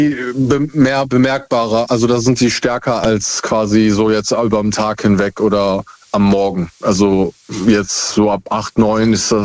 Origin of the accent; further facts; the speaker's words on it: Essen, North Rhine-Westphalia, Germany; Aus Essen.